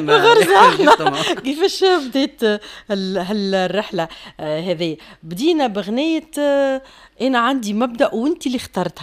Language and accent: Arabic; Nabeul Governorate, Tunisia; ما اني انا زاد ننتمي للوطن القبلي،